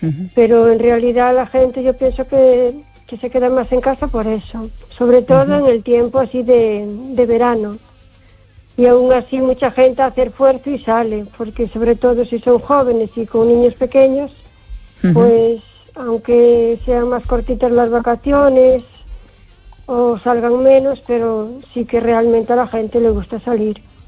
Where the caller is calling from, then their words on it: O Carballiño, Galicia, Spain; de Carballiño.